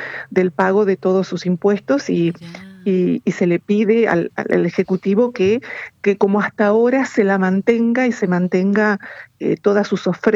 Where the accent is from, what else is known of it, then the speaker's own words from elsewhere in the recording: Santa Elena, Entre Ríos, Argentina; sobre todo en mi pueblo, en Santa Elena